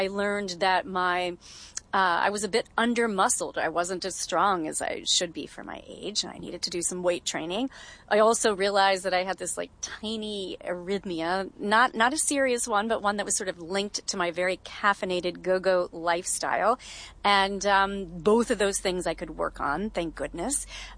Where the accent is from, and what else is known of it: Kentucky, United States; born or raised there